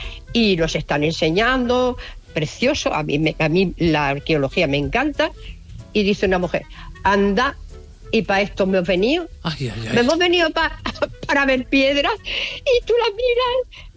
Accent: Melilla, Spain; now in Cornellà, Spain; Hola, mira, soy de Melilla, pero bueno, vivo en Cornellá.

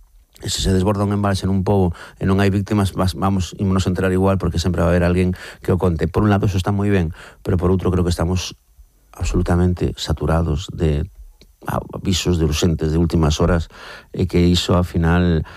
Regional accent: Sanxenxo, Galicia, Spain; son dun pobo, vivín anos nun pobo, pasa que o meu pobo en verán non é un pobo exactamente, San Senso, eso de pobo ten pobo.

